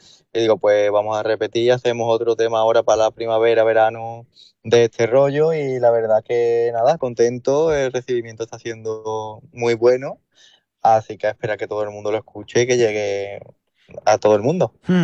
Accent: Andalusia, Spain; Me encanta cantar en mi tierra, pero llevarlo de nuestra tierra afuera

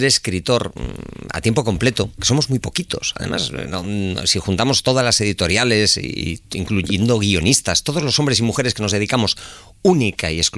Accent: Pontevedra, Galicia, Spain; era un crío con 17 añitos. La primera vez que me vi delante de un micrófono fue en la SER de Radio Pontevedra, que es de donde yo soy.

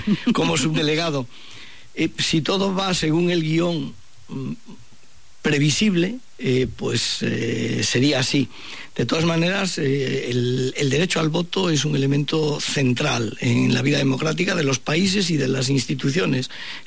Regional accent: Ourense, Galicia, Spain; moved away as an adult; also born or lived in Santiago de Compostela; now in Vigo, Spain; nací en Ourense, viví en Ourense hasta que marché a estudiar a Santiago y saqué la oposición y trabajo en Vigo desde que saqué la oposición.

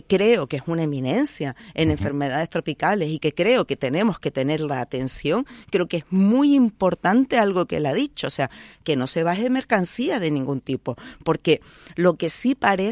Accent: Canary Islands, Spain; somos un archipiélago, como dice la canción, ¿no? De donde brilla el sol. Y resulta que, aparte de brillar el sol, es que estamos geográficamente en África, pero políticamente somos españolas y, por lo tanto, europeas.

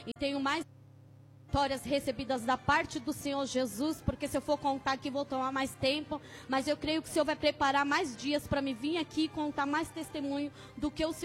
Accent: Diadema, São Paulo, Brazil; que eu sou de Diadema Eldorado.

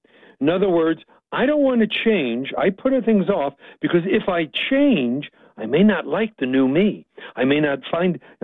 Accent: New York, United States; I'm from New York, so I can do this.

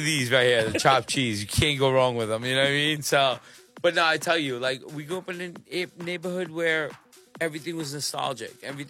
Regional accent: New York, United States; born or raised there

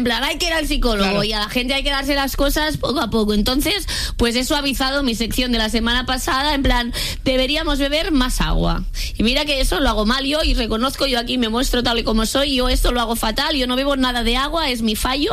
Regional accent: Catalonia, Spain; Yo bebo agua porque soy catalana, ¿vale?

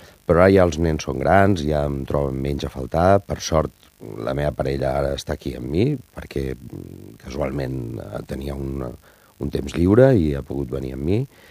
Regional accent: Alcoy, Valencian Community, Spain; comencem gira per Espanya i anirem a València, per sort anirem a la meva terra, anirem al Coi, que és el meu poble, és casa meva

